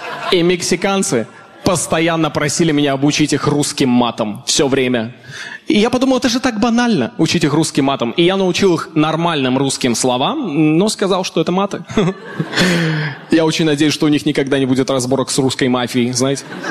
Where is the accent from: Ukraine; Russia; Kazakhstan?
Kazakhstan; also born or lived in Canada; Откуда вы? Я говорю, Казахстан.